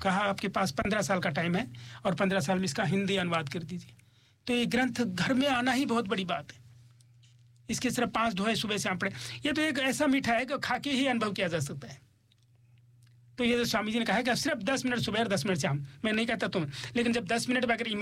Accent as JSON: {"language": "Hindi", "town": "Gurgaon", "region": "Haryana", "country": "India", "said": "तो हमारा घर गुड़गांव में, मैं हरियाणा से बिलोंग करता हूँ, गुड़गांव।"}